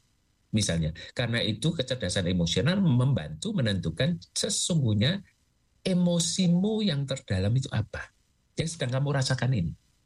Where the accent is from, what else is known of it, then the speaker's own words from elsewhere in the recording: Java, Indonesia; Apalagi kita, orang Jawa itu punya yang namanya ruang roso.